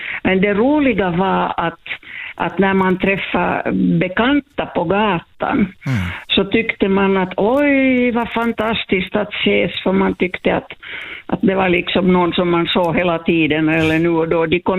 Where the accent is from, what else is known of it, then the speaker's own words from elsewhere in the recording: Finland; moved away as an adult; also born or lived in Canada; jag var finsk medborgare fortfarande.